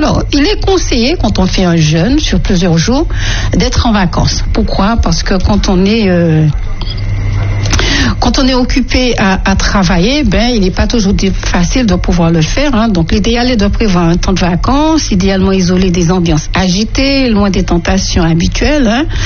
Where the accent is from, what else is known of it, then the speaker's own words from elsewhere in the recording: Martinique; chez nous à la Martinique.